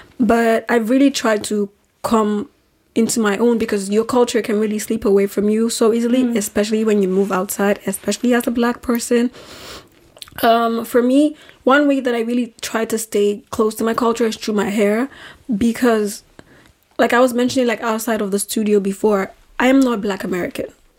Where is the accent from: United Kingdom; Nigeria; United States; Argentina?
Nigeria; moved away; I grew up in Nigeria. I wasn't black until I moved out of Nigeria. I was just